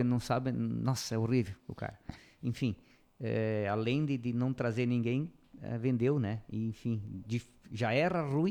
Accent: Southern Brazil, Brazil; nós que somos do Sul

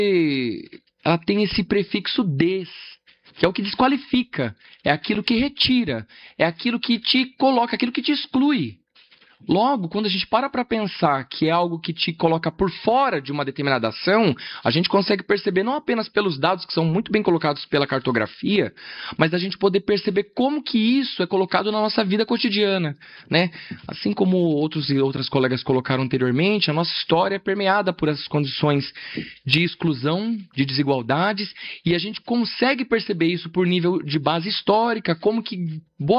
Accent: São Paulo, Brazil; eu sou da região leste, eu sou de São Miguel, cresci ali até os meus 24 anos, hoje vivo na região de Santa Ifigênia.

